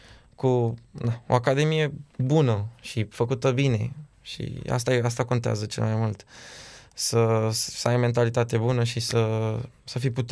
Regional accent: Romania; sunt și român

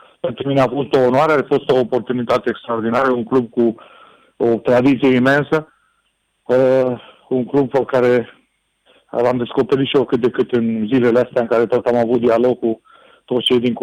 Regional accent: Romania; Și eu sunt format aici, am muncit aici, am crescut aici

